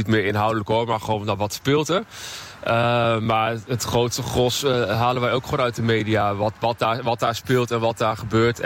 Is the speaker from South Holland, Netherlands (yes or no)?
no; Zwolle, Overijssel, Netherlands; Dan kom ik uit Zwolle en ik voel me toch wel een beetje tot de regio verbonden.